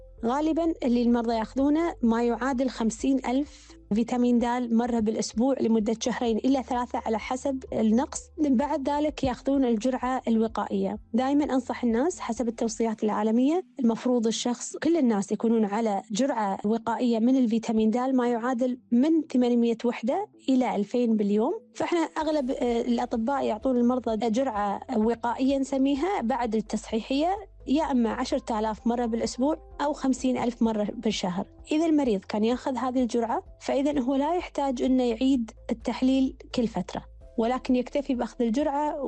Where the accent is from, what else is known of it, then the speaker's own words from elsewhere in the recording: Kuwait; مثل ما إحنا عندنا بالكويت